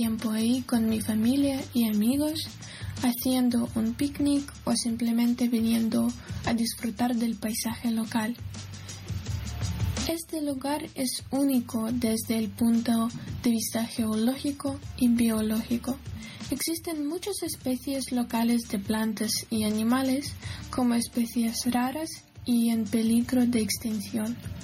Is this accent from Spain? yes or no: no; Kropyvnytskyi, Kirovohrad Oblast, Ukraine; born there; Spanish is a second language; now in Kyiv, Ukraine; soy ucraniana. Nací en la ciudad de Kropivnitsky, antes llamada Kirovograd, pero ahora vivo en Kiev, donde estudio en la Universidad Boris Kriuchenko.